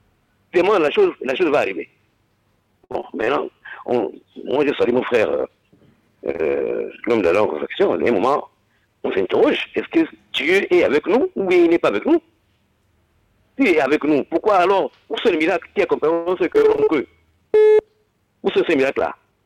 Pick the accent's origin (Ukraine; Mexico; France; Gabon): Gabon; Nous sommes des Gabonais qui veulent travailler, simplement, pour nourrir la famille.